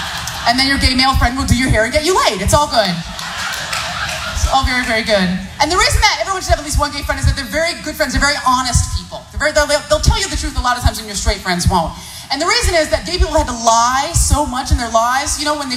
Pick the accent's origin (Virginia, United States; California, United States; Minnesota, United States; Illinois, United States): California, United States; San Francisco; I grew up in San Francisco.